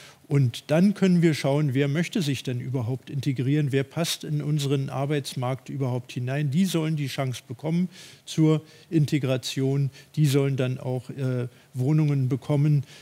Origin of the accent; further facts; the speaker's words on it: Mecklenburg-Vorpommern, Germany; Ich komme nicht nur aus dem Gesundheitsbereich, sondern auch aus dem Landkreis Ludwigslust-Parchim